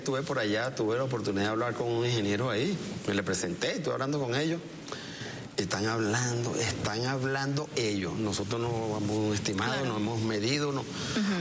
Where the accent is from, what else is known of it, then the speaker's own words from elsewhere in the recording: La Guaira, Venezuela; Yo soy de la Guaira.